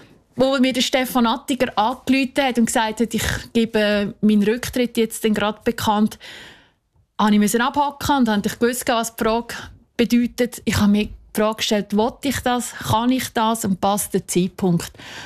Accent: Aargau, Switzerland; Ich bin Aargauerin, dort fangen wir mal an. Also das ist mal das Wichtigste. Ich stelle mich auch hier zur Verfügung, um mitgestalten für unseren Kanton. Der Aargau ist meine Heimat.

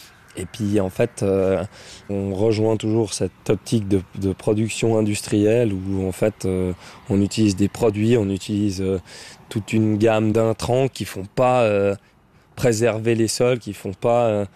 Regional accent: Versoix, Geneva, Switzerland; born or raised there

